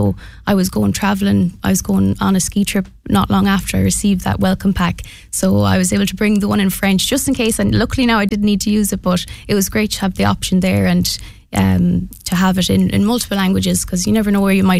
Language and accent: English; Mayo, Connacht, Ireland; now in Galway, Ireland; I'm from Mayo